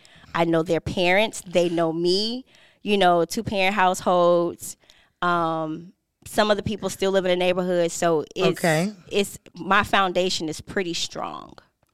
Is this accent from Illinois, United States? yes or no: yes; Chicago, Illinois, United States; So I'm from Chicago, Southside.